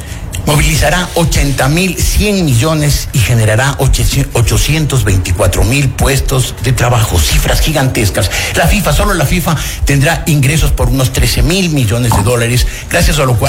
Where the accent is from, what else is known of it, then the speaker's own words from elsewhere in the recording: Ecuador; O sea, somos ecuatorianos y nos apasionamos con el Ecuador solo cuando juega la selección.